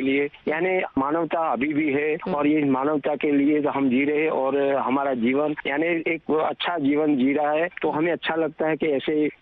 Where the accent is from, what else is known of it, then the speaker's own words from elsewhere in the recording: Der, Gujarat, India; मेरा गाँव डेर है, तहसील जिला पाटन, वहाँ गोरैया बहुत है, अहमदाबाद में कम है।